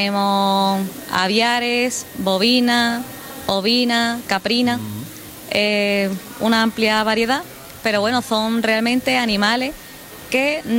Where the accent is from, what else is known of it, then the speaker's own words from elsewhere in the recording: Andalusia, Spain; accent: Malaga; Sí, sí, yo soy de Málaga, de un pueblo, de la Sierra de la Nieve, y nada, pues allí me he criado, allí estoy trabajando